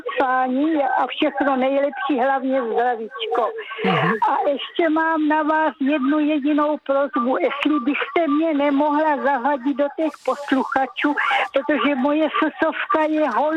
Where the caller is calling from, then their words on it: Brno, South Moravian Region, Czechia; Já jsem z Brna.